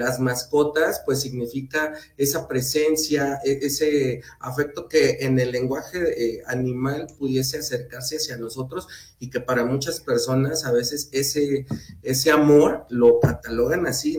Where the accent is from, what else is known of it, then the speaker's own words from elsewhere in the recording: Tlalnepantla, State of Mexico, Mexico; desde acá, desde el Estado de México, en Tlalnepantla, yo le diría más bien mi tierra Tenayuca